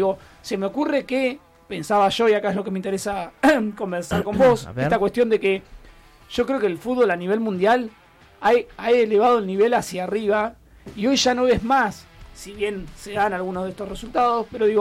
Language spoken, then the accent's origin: Spanish; Argentina; Porque en otros momentos, yo admito, como público en general, como hincha argentino, me enojaba con esta posesión de pelota.